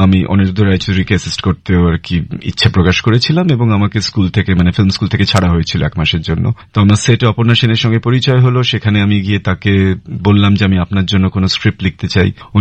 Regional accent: Durgapur, West Bengal, India; born or raised there

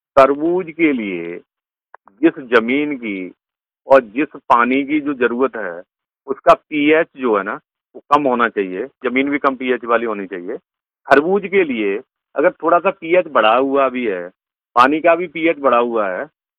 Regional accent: Firozabad, Uttar Pradesh, India; गांव कीठौर फिरोजाबाद का रहने वाला हूँ।

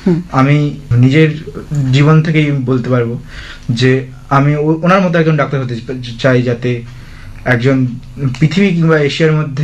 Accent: Kakdwip, West Bengal, India; বেশিরভাগ সময় আমাদের গ্রামে পুজো হতো কিংবা কাকদ্বীপে পুজো ঘুরতাম

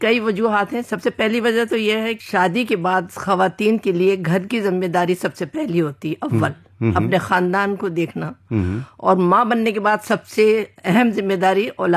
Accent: Jaipur, Rajasthan, India; میری پیدائش اور پرورش اور ابتدائی تعلیم سب راجستھان کے گلابی شہر راجدھانی جے پور میں ہوئی۔

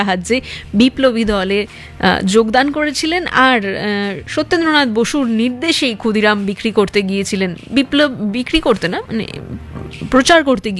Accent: West Bengal, India; আমাদের দেশ এই বাংলা, আমরা বাঙালি, আমরা ভারতবাসী

